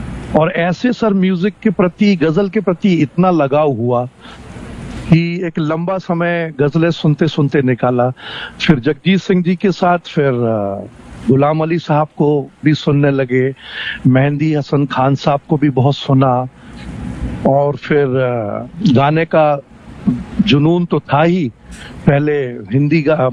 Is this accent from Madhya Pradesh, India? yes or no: yes; Jabalpur, Madhya Pradesh, India; मैं जबलपुर का रहने वाला हूँ। जबलपुर मध्य प्रदेश में आता है, एंड जबलपुर बहुत फेमस है भेड़ा घाट के लिए